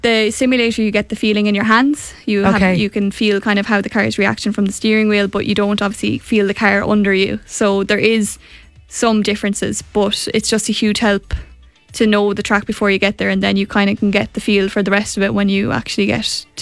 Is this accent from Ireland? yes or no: yes; Ireland; I'd qualified for the Formula Woman Nations Cup as an Irish competitor